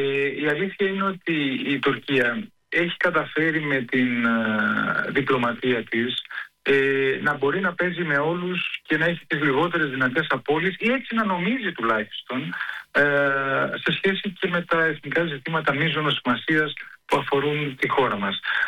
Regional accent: Thessaloniki, Central Macedonia, Greece; στην πόλη μου στη Θεσσαλονίκη

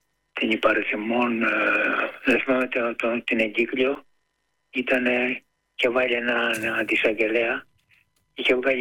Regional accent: Gortynia, Peloponnese, Greece; της οικογένειας Αγγελόπουλων, που είναι από την πατρίδα μου κάτω από τη Γουρτινία.

